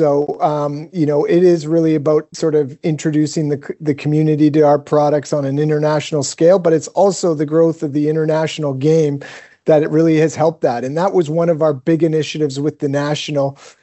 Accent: Vancouver, British Columbia, Canada; I'm from Vancouver. Obviously there for the 94 run with Pavel Bure.

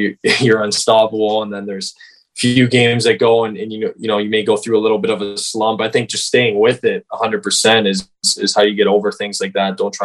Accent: King City, Ontario, Canada; I'm from King City. We have a small local rink just by my house, like maybe a 2-3 minute walk away.

